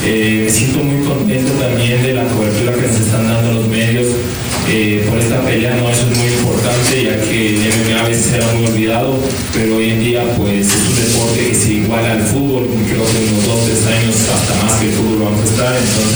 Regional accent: Ecuador; también soy el primer ecuatoriano que va a un contender y gana así de rápido, 45 segundos, desde Ecuador.

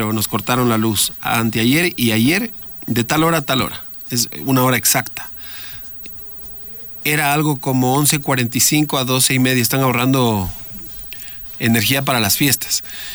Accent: Ecuador; a nosotros como ecuatorianos

